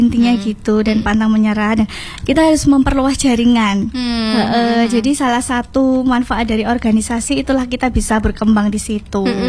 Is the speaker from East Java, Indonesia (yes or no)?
yes; Pacitan, East Java, Indonesia; Karena kebetulan saya dari Pacitan.